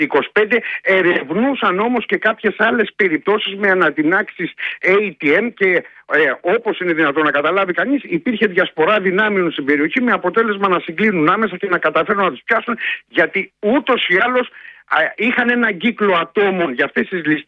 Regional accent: Patras, West Greece, Greece; καθώς οι 3 από τους 8 συλληφθέντες έλκουν την καταγωγή τους από την πατρίδα μου, από την Πάτρα.

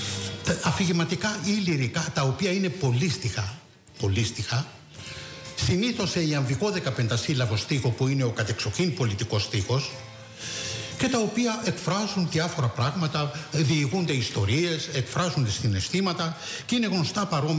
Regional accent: Olympos, South Aegean, Greece; moved away; όταν ήμουν παιδί στην Όλυμπο της Καρπάθου.

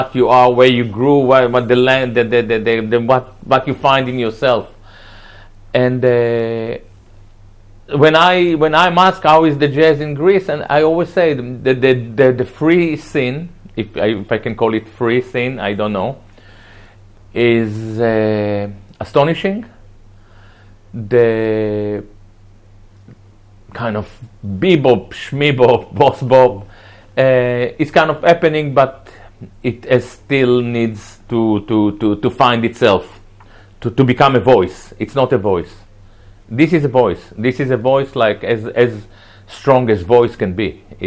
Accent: Palestine; I'm, you know, I grew up in Palestine, you know

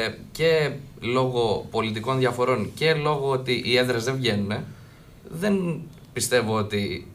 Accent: Peristeri, Attica, Greece; εγώ, αν και περιστεριώτης

